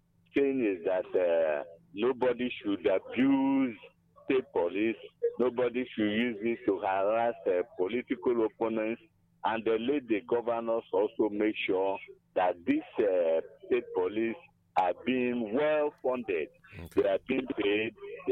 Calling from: Enugu, Enugu State, Nigeria; I'm calling from Enugu.

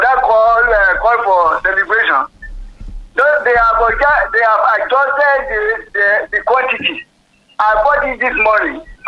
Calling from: Ilara, Nigeria; I'm calling from City of Ilara.

